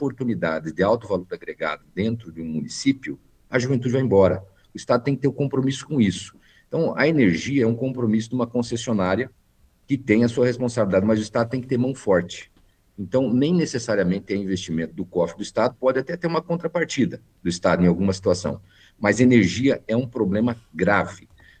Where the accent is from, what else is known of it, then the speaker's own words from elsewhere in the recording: Cascavel, Paraná, Brazil; Eu, quando saí de Cascavel para estudar em Curitiba, é porque não tinha oportunidade em Cascavel.